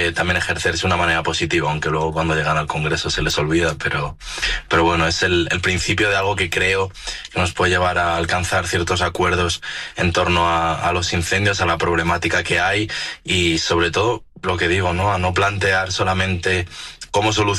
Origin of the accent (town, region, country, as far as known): Navalacruz, Castile and León, Spain